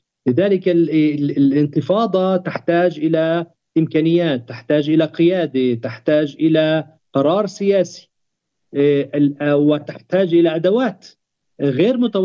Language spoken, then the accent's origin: Arabic; Palestine; وأنا أتحدث كفلسطيني